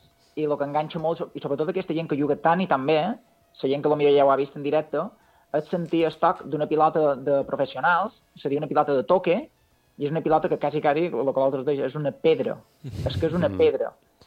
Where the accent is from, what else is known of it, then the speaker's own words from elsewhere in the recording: Mallorca, Balearic Islands, Spain; nosaltres som mallorquins